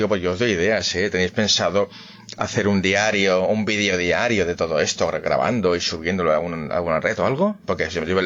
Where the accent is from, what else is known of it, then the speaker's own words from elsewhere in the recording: Catalonia, Spain; oye, que aquí los tres somos catalanes y esto también nos interesa mucho.